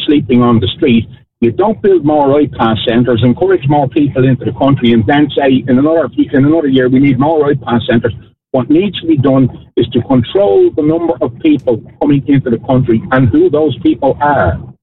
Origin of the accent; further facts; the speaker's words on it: Ireland; I'm an Irish citizen.